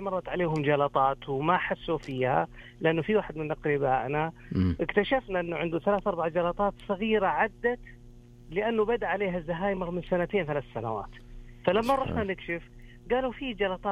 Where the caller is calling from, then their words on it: Medina, Medina Province, Saudi Arabia; من المدينة منورة.